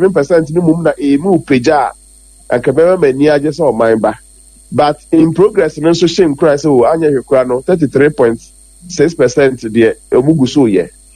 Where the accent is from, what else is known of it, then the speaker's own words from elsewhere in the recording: Ghana; In progress, maybe I am a Ghanaian, I would hasten slowly